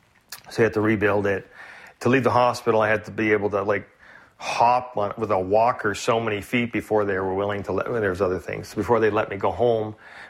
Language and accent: English; Toronto, Ontario, Canada; I came from Weston, a tough, you know, inner-city working-class neighborhood. You know, lived in low-rent housing.